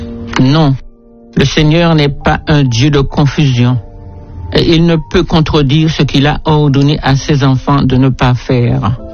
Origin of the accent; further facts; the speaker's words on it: Martinique; chez nous aux Antilles en Martinique.